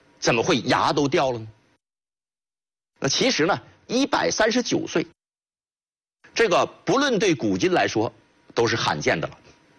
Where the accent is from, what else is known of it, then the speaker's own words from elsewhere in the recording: China; 我们中国人的精神追求